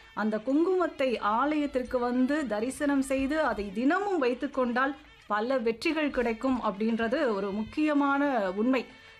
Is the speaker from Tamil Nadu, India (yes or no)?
yes; Madurai, Tamil Nadu, India; நம் பாட்டன் அப்படி பிறந்த மண்ணில் நம்ம பிறந்து வளர்ந்தோம்